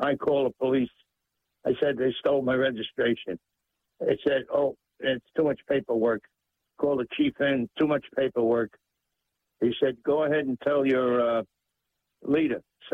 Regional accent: New York City, New York, United States; I ran for state senator, state assembly twice, and I ran for Congress once. In New York City, that's my hometown.

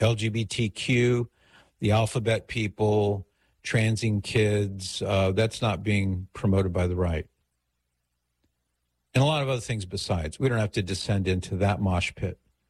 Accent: New York, United States; I'm from New York, and on my block alone, several families, Democrats, fly the American flag.

